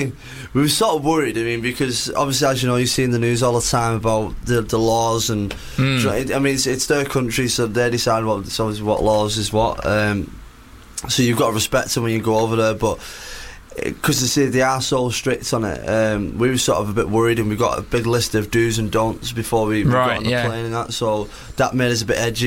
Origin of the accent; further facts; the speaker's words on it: St Helens, North West England, United Kingdom; I'm from St Helens.